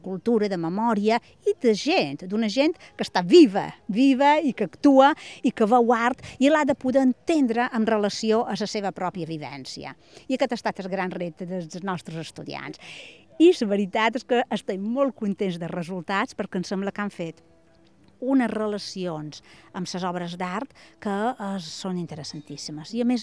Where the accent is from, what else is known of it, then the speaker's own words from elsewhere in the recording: Ferreries, Balearic Islands, Spain; som menorquina